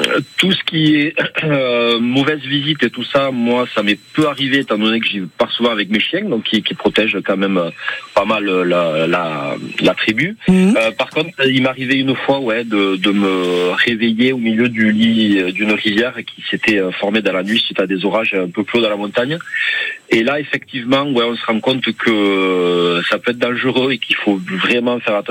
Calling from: Tarbes, Occitanie, France; De Tarbes.

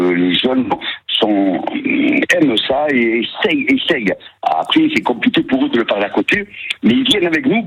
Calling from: Provence-Alpes-Côte d'Azur, France; Nous, on est dans les villages. Moi, je suis à Castagny, à Péon. À Castagny, à Péon et à Castagny, c'est village des montagnes et des campagnes.

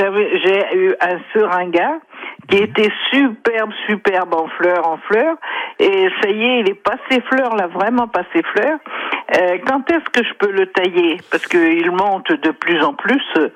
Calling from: Gimeux, Nouvelle-Aquitaine, France; J'appelle de Gimeux.

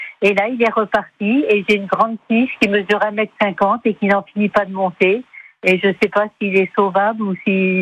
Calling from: Pont-en-Royans, Auvergne-Rhône-Alpes, France; je suis à Pontant-Royan depuis 2 ans

